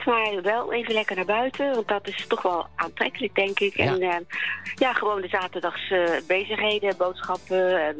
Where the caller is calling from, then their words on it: The Hague, South Holland, Netherlands; Ik bel gewoon vanuit Den Haag.